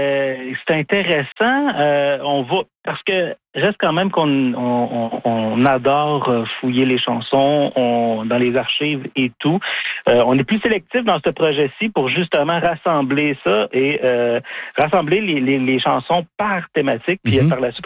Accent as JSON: {"language": "French", "town": "Saint-Justin", "region": "Quebec", "country": "Canada", "tie": "born or raised there", "said": "Je suis natif de la Mauricie, donc de Saint-Justin plus précisément. Et puis je me suis établi là suite à mes études universitaires à Joliette."}